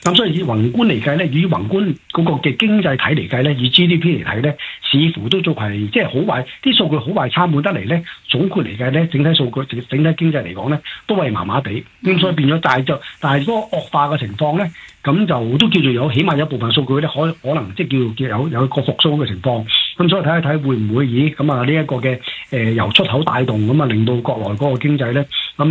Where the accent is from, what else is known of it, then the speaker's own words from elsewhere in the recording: Hong Kong; 我哋香港人北上消費都依然都好踴躍嘅，